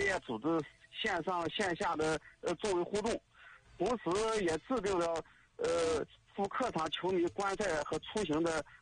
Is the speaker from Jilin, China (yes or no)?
yes; Yanbian, Jilin, China; 让他们感受到咱们延边人的热情和好客